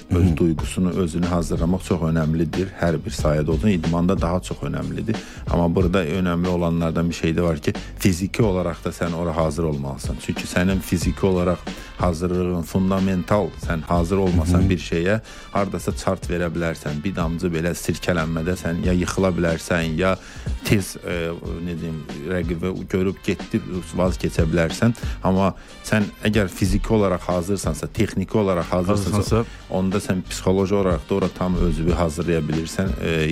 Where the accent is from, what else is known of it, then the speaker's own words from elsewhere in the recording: Fuzuli, Fuzuli District, Azerbaijan; moved away; mən oradan qaçqın düşmüşdüm, özüm Füzulidənəm.